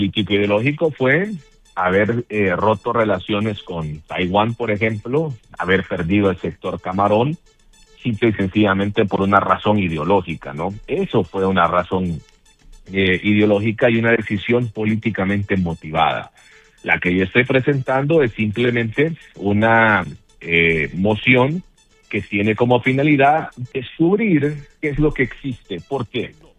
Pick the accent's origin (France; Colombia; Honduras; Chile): Honduras; Tegucigalpa, Francisco Morazán; born there; Yo soy hondureño, yo nací en Tegucigalpa, soy hondureño de nacimiento